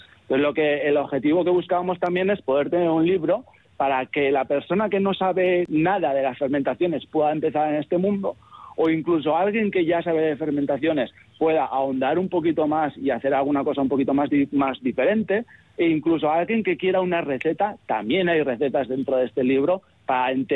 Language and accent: Spanish; Pamplona, Navarre, Spain; yo que soy de Pamplona